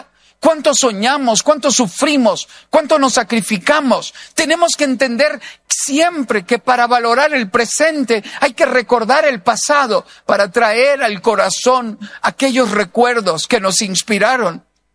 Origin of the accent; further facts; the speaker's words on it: Costa Rica; Y en algún momento fuimos a Nicaragua, somos de Costa Rica, y fuimos a Nicaragua a buscar a su mamá